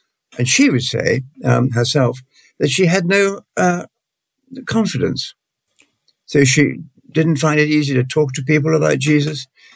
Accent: Scotland, United Kingdom; also born or lived in London; Yes, I was. Actually, I was born in London, but my family lived in the northeast of Scotland.

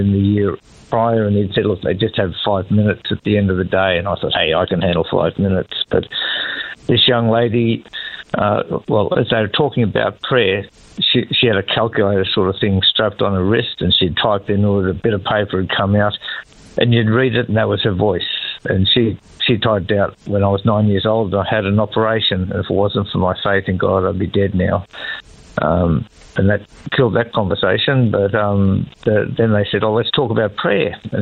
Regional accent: Ballarat, Victoria, Australia; moved away as an adult; also born or lived in Northern Territory / Queensland; I was born and raised on Wathaurong land, which is in Ballarat in Victoria. So was there for the first 21 years of my life, and then a couple of years in Benalla, and then about 40 years in the Territory.

